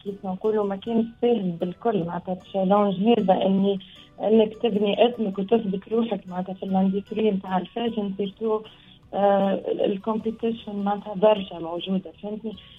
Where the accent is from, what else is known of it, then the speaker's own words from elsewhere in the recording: Tunisia; انا تونسيه وننتمي لتونس ونقعد ديما بين تونس